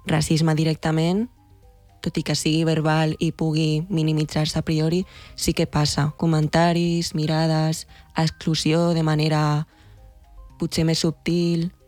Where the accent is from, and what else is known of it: Catalonia, Spain; also born or lived in China